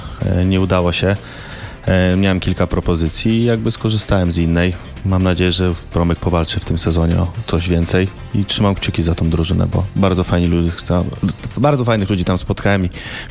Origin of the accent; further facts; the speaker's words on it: Grodzisk Mazowiecki, Masovian Voivodeship, Poland; jestem z Grodziska Mazowieckiego, miasto jest dosyć zbliżone.